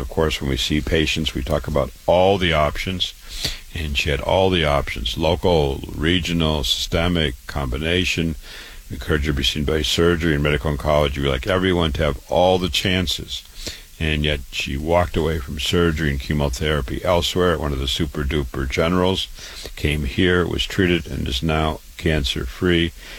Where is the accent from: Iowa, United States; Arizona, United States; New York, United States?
Iowa, United States; Waterloo; I was born and raised in Waterloo, Iowa.